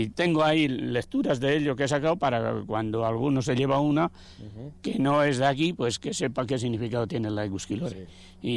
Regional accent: Palencia, Castile and León, Spain; Pues es que yo soy de Palencia

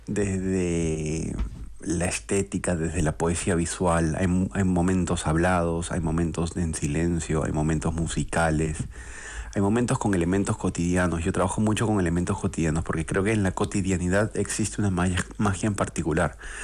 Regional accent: Lima, Peru; Yo vengo de Perú, yo soy de Lima, de Perú.

